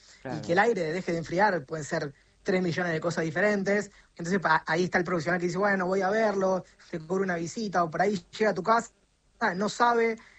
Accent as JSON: {"language": "Spanish", "region": "Córdoba", "country": "Argentina", "said": "nosotros somos acá de Córdoba, pero ya funciona hace unos meses en Buenos Aires"}